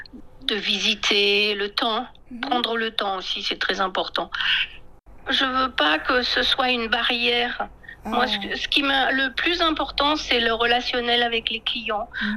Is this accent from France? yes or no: yes; France